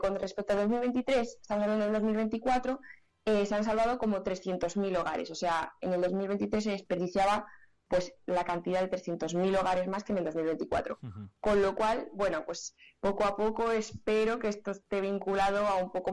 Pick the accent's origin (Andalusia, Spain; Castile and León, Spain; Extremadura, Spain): Castile and León, Spain; Fuentearmegil; mi pueblo es Fuente-Armesil. Nos tenemos que desplazar prácticamente 20 kilómetros hasta la tienda más cercana de alimentación.